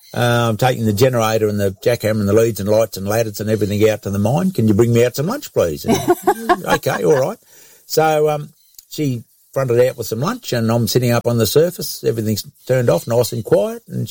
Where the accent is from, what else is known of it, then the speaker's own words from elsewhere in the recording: Bairnsdale, Victoria, Australia; moved away as an adult; now in White Cliffs, Australia; We're originally from Bensdale down in East Gippsland, on the Gippsland Lakes down there.